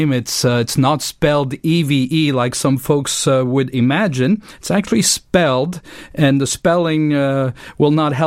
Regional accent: Romandy, Switzerland; And originally, as you can tell from my accent, I'm from overseas and from the French-speaking part of Switzerland.

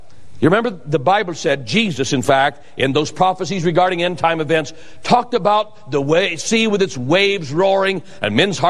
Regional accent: Boise, Idaho, United States; my hometown, Boise, Idaho

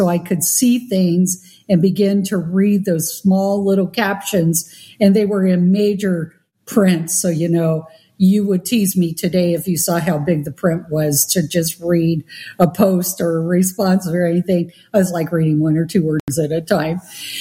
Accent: Seattle, Washington, United States; Well, remember, I'm from Seattle.

